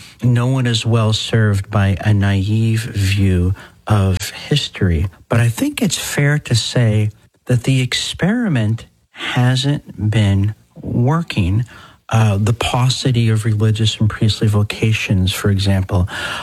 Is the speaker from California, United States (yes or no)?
no; New Jersey, United States; now in Buffalo, United States; I grew up in New Jersey